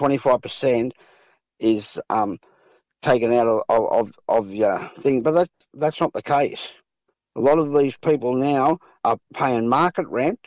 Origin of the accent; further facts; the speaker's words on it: New South Wales, Australia; born there; And I was born in Wiradjuri country. So I've done the whole shipshift to come back to this, to the Darwal, Gunungara, Darug lands.